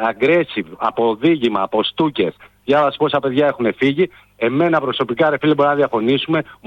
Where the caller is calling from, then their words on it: Kalamata, Peloponnese, Greece; Εγώ είμαι από την Νοτιοδυτική Πελοπόννησο, Καλαμάτα.